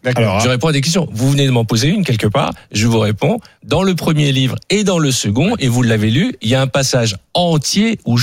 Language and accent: French; France; c'est la première bien fois en 30 ans que moi je suis français avant d'être juif